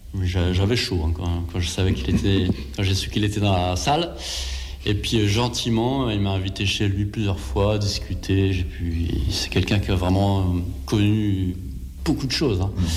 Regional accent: Roubaix, Hauts-de-France, France; also born or lived in Lille; Moi, je viens de Lille.

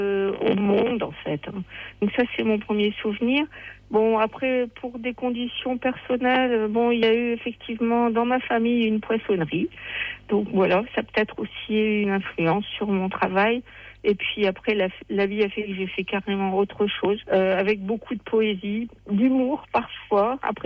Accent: Seclin, Hauts-de-France, France; born there; c'était pas à Dunkerque, c'était là où je suis née, à Seclin.

